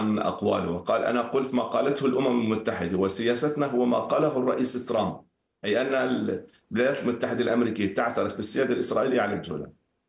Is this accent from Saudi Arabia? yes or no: no; Syria; ندركه جيدا كسوريين